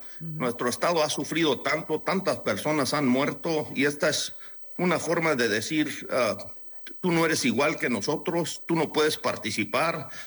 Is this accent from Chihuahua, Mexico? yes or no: yes; Chihuahua, Mexico; born there; yo nací en Chihuahua, mis padres nacieron en Chihuahua.